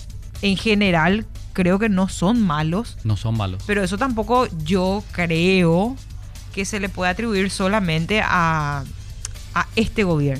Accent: Paraguay; si yo estoy en el Paraguay, yo soy paraguaya

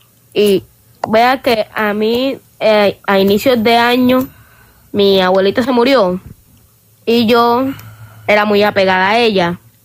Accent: Cartagena, Bolívar, Colombia; Bueno, pues vea que yo soy de acá, de Cartagena

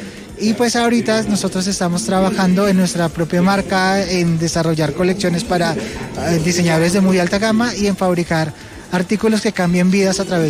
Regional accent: Arauca, Colombia; moved away as an adult; now in Bogotá, Colombia; yo soy de Arauca, yo tuve que salir por asuntos del conflicto hace ya algún tiempo. Yo llegué aquí a Bogotá con 200 mil pesos

